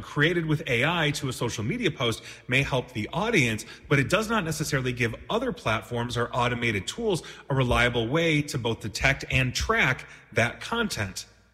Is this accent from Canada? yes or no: yes; Canada